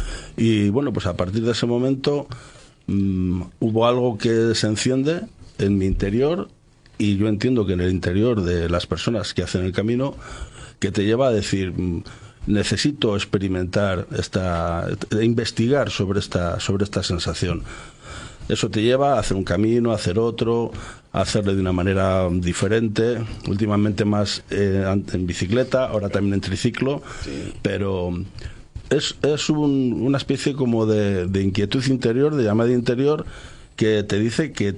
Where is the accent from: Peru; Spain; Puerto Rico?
Spain; Valladolid, Castile and León; los vallisoletanos lo conocemos